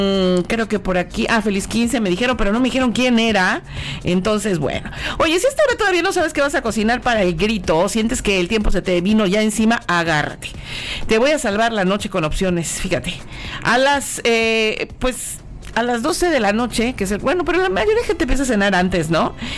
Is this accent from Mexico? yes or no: yes; Mexico